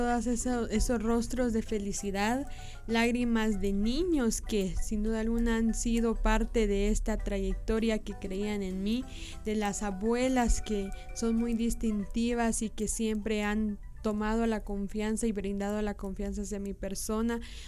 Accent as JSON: {"language": "Spanish", "town": "San Cristóbal Totonicapán", "region": "Totonicapán", "country": "Guatemala", "said": "mi pueblo también ha caminado conmigo y ha creído en una hija predilecta del municipio."}